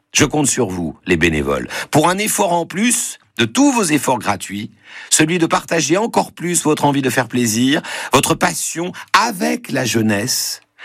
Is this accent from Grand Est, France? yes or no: yes; Grand Est, France; On les voit souvent chez nous, en Lorraine.